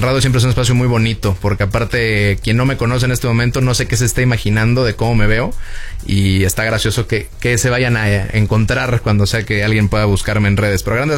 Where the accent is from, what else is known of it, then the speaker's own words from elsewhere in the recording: Mexico; con nosotros como mexicanos.